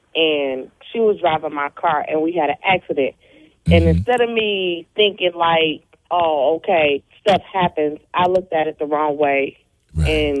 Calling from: Detroit, Michigan, United States; I'm calling from Detroit, Michigan.

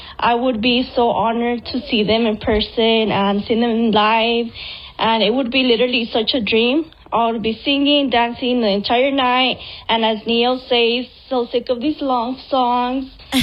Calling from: Salinas, California, United States; I'm from Salinas.

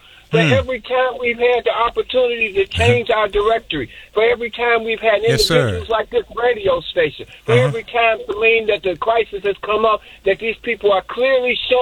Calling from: Jefferson City, Missouri, United States; I don't know my roots. I know I came from Jefferson City, Missouri. They say I'm a descendant of Africa.

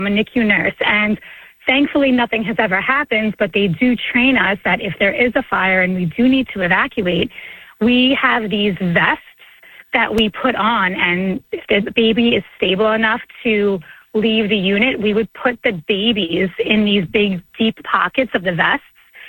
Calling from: New York, United States; I'm actually calling from New York.

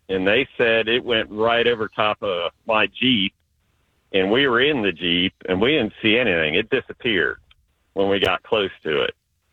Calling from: Hamilton, Ohio, United States; I'm from Hamilton

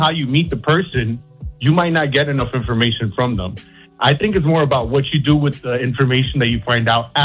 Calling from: Miami, Florida, United States; I'm calling from Miami, Florida.

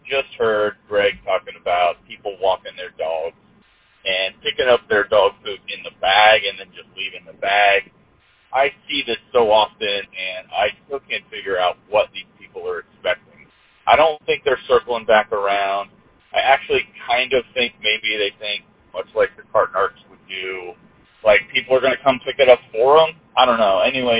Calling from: Cincinnati, Ohio, United States; from Cincinnati

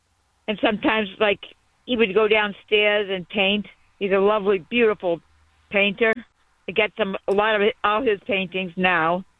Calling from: Weymouth, Massachusetts, United States

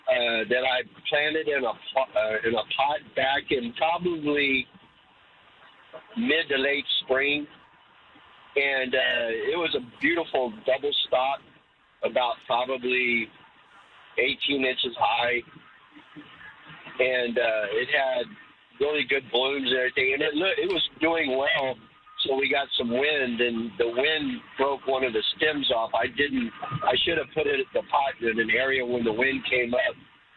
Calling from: Comfort, Texas, United States; I'm traveling from Comfort to San Antonio.

